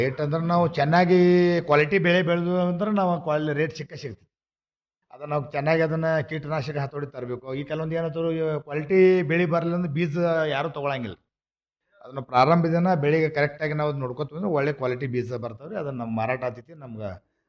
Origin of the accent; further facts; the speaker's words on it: Jugul, Karnataka, India; ನಾನು ಪ್ರಾಪರ್ ಜುಗುಡ್ ರೀ, ಕಾಗವಾಡ ತಾಲೂಕು.